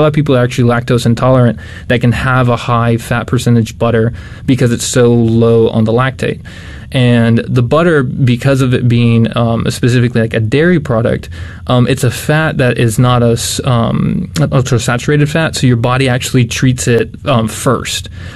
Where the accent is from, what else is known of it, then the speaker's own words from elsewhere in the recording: Ixtapa-Zihuatanejo, Guerrero, Mexico; now in United States; Correct. I'm from Mexico in a small town called Ixtapas y Huatanejo. It's on the Pacific coast.